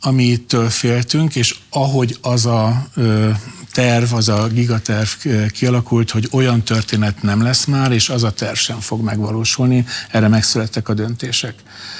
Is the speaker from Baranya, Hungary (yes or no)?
no; Gyula, Békés, Hungary; now in Budapest, Hungary; Gyula az én szülővárosom